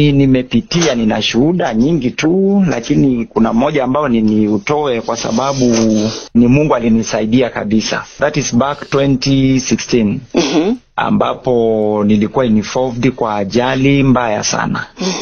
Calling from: Kilifi County, Kenya; Nimetokea pande za Kilifi. County 003 na nimeokoka na mpenda Yesu.

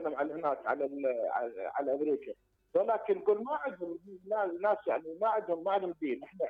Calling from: Iraq

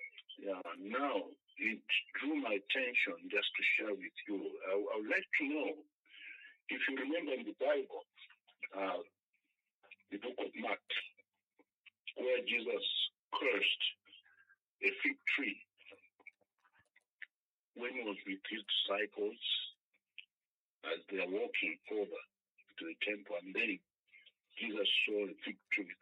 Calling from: Ndola, Copperbelt, Zambia; I'm calling from Ndola.

